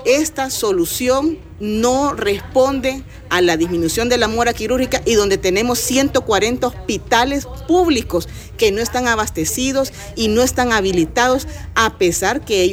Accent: Honduras; como pueblo hondureño que somos

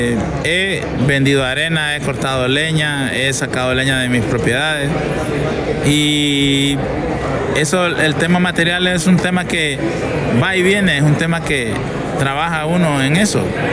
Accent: Orocuina, Choluteca, Honduras; que voy a mi pueblo, yo voy a Orocuina, yo voy allá a Morolica

